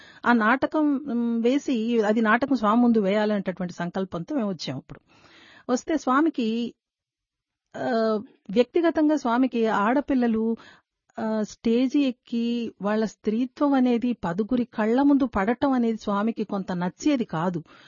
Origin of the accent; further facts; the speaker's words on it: Andhra Pradesh, India; నాకు అప్పుడు చాలా నచ్చింది, ఎందుకంటే నేను రాయలసీమ దాన్ని, స్వామి రాయలసీమ సంబంధించినటువంటి వారు, తీపులు చాలా బాగున్నాయి స్వామి అని అన్నాను.